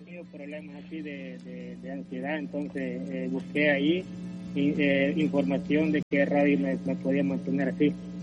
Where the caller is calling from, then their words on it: Washington, District of Columbia, United States; desde aquí, desde Washington, D.C.